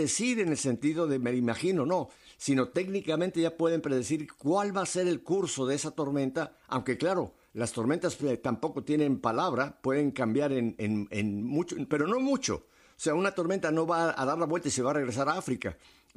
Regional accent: Mexico; now in United States; yo soy americano, tengo una nacionalidad americana, aunque soy mexicano, y eso nunca se me va a quitar

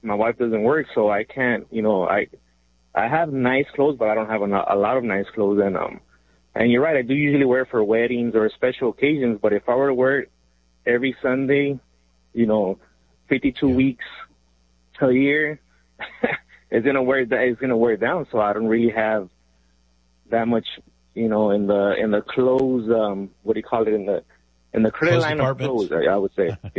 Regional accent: Los Angeles, California, United States; also born or lived in Mexico; So I grew up in Los Angeles, but I'm originally from Mexico, and we grew up here without money.

